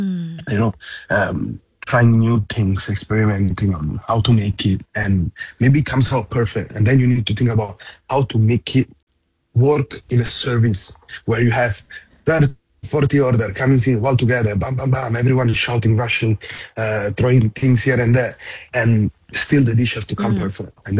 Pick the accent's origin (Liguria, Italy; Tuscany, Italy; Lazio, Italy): Liguria, Italy; Genoa; also born or lived in Calabria; now in Singapore; We stay in my hometown, it's Genova.